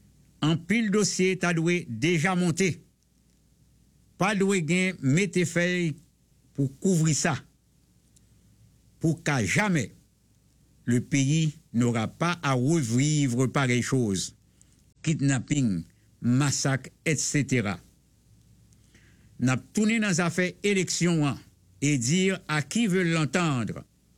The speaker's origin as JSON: {"language": "French", "country": "Haiti", "moved": "yes", "lives_now": "Canada", "said": "Retournons chez nous en Haïti"}